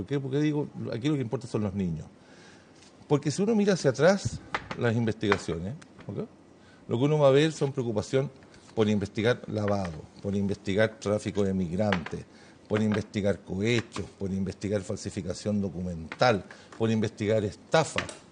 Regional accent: Chile

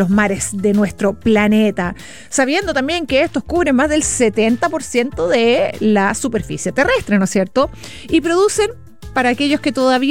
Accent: Chile; son números y tasas que nosotros tenemos que manejar como chilenos

